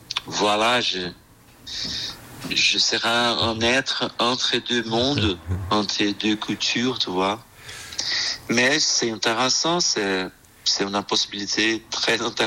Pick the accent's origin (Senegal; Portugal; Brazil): Brazil; French is a second language; now in France; Oui, en fait, j'étais au Brésil en février. Et bon, je suis brésilien en France.